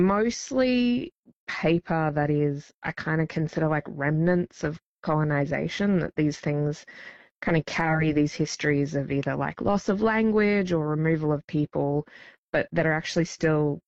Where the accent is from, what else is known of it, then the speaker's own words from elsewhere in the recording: Northern Territory, Australia; now in Melbourne, Australia; I'm Larrakia Kurrajari Waterman woman, but I'm currently based in Melbourne on the lands of the Kulin Nations.